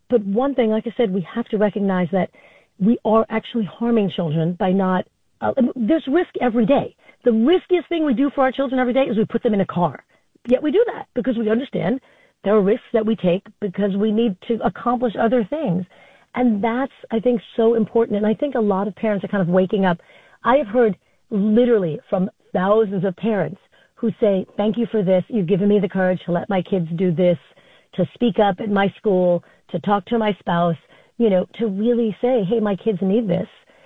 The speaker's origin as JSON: {"language": "English", "town": "Flushing", "region": "New York", "country": "United States", "tie": "born or raised there", "said": "I grew up in Flushing, doing it, right?"}